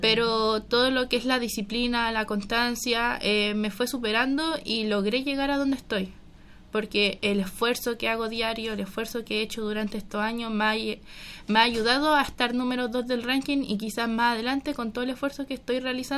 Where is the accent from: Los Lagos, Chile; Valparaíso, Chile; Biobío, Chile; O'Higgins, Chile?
Biobío, Chile; Tomé; Soy del Cerro al Santo, del sector 3.